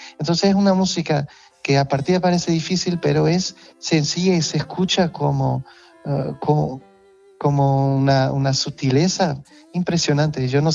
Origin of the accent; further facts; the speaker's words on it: Portugal; Spanish is a second language; now in Catalonia, Spain; Y yo era el único artista portugués que venía en España y hacía una gira.